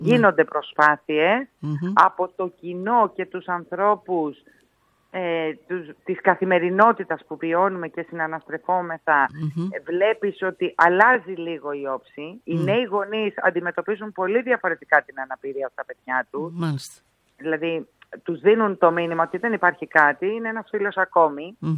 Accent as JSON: {"language": "Greek", "country": "Greece", "said": "είμαστε Έλληνες όλοι"}